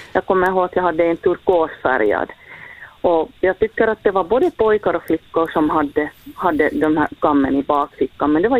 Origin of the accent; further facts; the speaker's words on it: Hanko, Uusimaa, Finland; Jag har vuxit upp i Hange